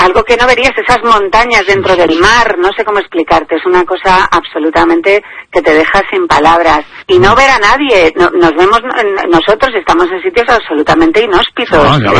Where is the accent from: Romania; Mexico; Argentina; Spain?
Spain; nosotros somos los únicos españoles